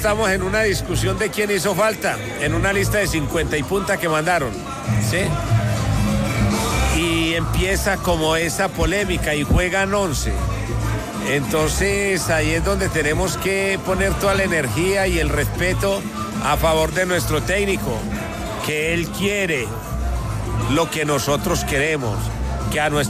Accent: Colombia; Nosotros como colombianos estamos muy entusiasmados

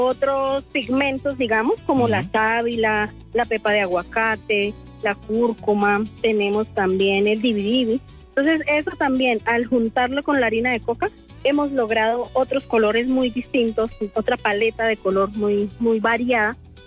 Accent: Guacamayas, Boyacá, Colombia; nosotros somos una comunidad de Guacamayas, Boyacá, donde trabajamos la cestería en rollo.

